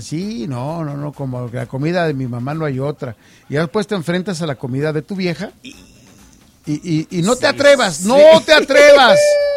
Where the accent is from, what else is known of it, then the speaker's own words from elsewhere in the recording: Mexico; déjeme comentarle que los que venimos de México, no sé si de otros países.